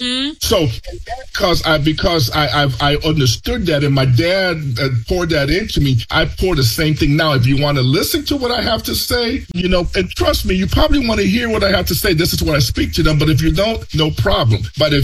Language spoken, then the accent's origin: English; Chicago, Illinois, United States; English is a second language; I grew up in the projects of Chicago